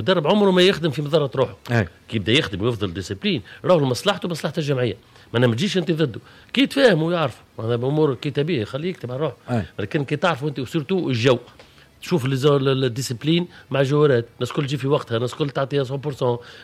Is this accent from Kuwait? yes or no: no; Tunisia; انا انترنور تونسي بصراحه